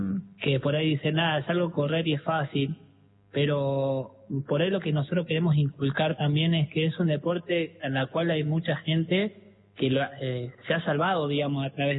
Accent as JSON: {"language": "Spanish", "region": "Córdoba", "country": "Argentina", "said": "bueno, yo soy de Córdoba, está Mikey de Salta, está Rodrigo de Córdoba también"}